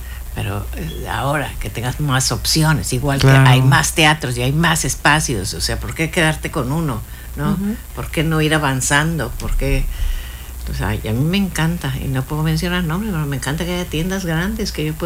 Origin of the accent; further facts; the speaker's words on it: Mérida, Yucatán, Mexico; now in Cancún, Mexico; Amo mi ciudad natal, amo visitar a mi familia ahí, pero yo soy cancunense.